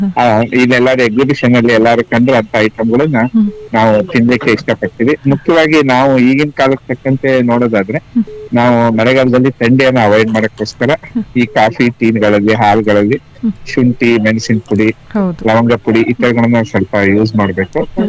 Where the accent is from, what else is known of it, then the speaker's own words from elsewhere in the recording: BR Project, Karnataka, India; now in Shivamogga, India; ನಾವು ಚಿಕ್ಕವರಿದ್ದಾಗ B R project ನಲ್ಲಿ